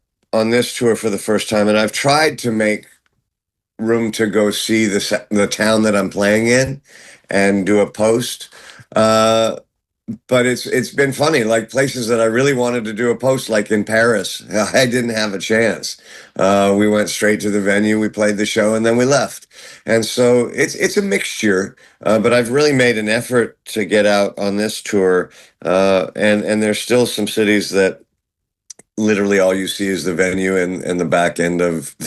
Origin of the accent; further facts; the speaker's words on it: London, United Kingdom; born there; Yes, I was born in London at St. Mary's Hospital